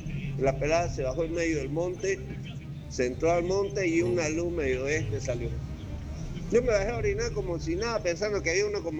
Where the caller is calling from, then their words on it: Yacuiba, Tarija, Bolivia; Yo soy de Yacuiba, pero casi muy poco iba a Camilo.